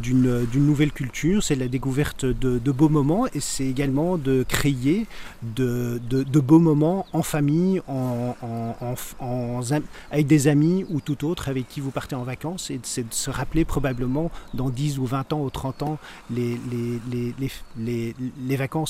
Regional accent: Belgium; je suis belge, hein, vous l'entendez, mais je travaille aux Pays-Bas

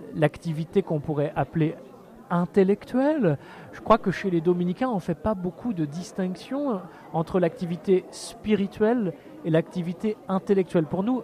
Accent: Rennes, Brittany, France; born there; moved away as an adult; also born or lived in Paris; now in Toulouse, France; je suis né en Bretagne, à Rennes, et la vie m'a conduit de Rennes à Paris pour mes études de lettres à l'époque, et puis de Paris dans le Midi, la province dominicaine de Toulouse, où je suis entré il y a un peu moins de 20 ans maintenant

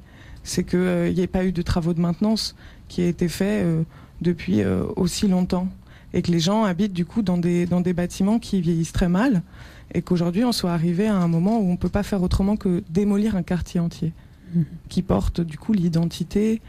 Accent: Paris, Île-de-France, France; Parce que moi, je ne viens pas de Bruxelles, je viens de Paris.

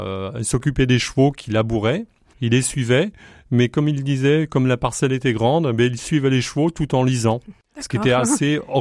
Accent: Saint-Côme-en-Vairais, Pays de la Loire, France; also born or lived in La Ferté-Bernard; mon pays natal, c'est Saint-Côme en Véret. Et je suis né à La Ferté-Bernard aussi en même temps, mais on est vraiment, toute ma famille, issue du Véret.

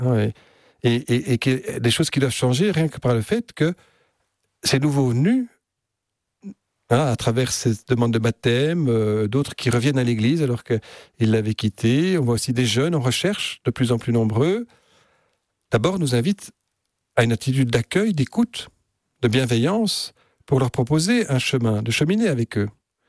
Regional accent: Belgium; quand moi j'étais jeune encore, quand j'ai encore connu une société qui était très organisée chez nous en Belgique sur ces trois piliers

